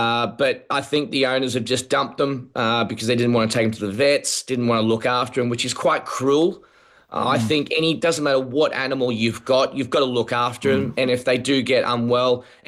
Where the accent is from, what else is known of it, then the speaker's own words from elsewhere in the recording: Australia; moved away as an adult; now in England; the golf course I was head pro at in Australia before I moved to England